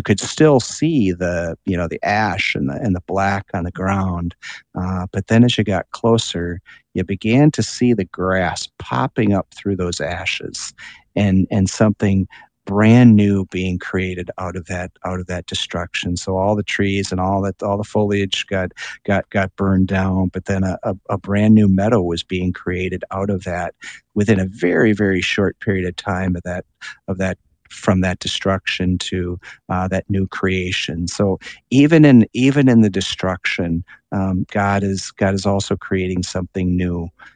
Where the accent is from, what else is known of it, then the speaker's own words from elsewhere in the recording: Midwest, United States; I'm from the Midwest.